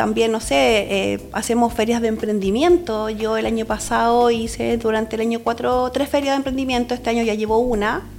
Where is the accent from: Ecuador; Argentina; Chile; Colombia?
Chile; San Javier, Maule; also born or lived in La Calera, Chile; now in Quillota, Chile; Vivo, de San Javier, pero vivo hace muchos años en la zona. Antes vivía en Calera y ahora vivo en Quillota.